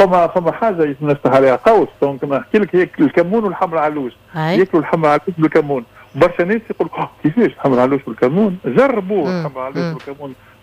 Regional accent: Tunisia; now in Morocco

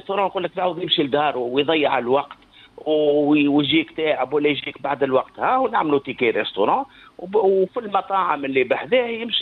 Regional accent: Tunisia; احنا عندنا في تونس

